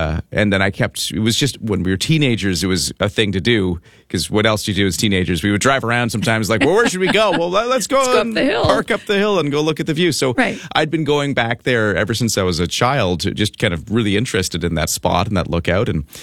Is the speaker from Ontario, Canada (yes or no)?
no; Sidney, British Columbia, Canada; I grew up in Sydney